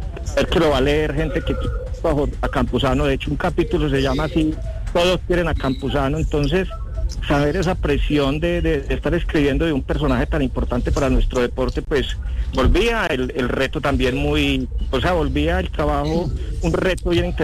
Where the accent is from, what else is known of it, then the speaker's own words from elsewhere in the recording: Antioquia, Colombia; yo como medio entre charlando en serio, como somos los paisas